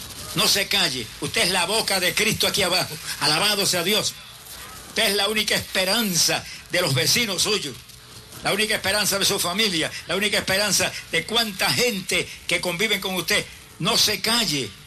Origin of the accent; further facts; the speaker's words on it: Camuy, Puerto Rico; me dio el lugar más preparado que había en mi pueblo de Camuy, que la gente no se atrevía ni a entrar ahí.